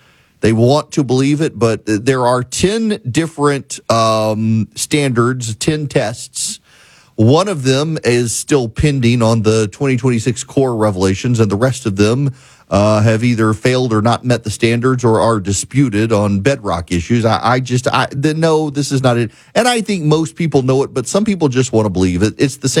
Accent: United States; I am not Turkeyan. I am American

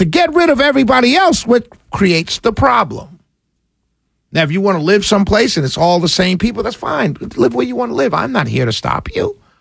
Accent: New York, United States; I'm African-American. Clearly, that's who I am. I'm from New York. Clearly, that's where I'm from. My family came from Jamaica. That's clearly what my ancestry is, Jamaican.

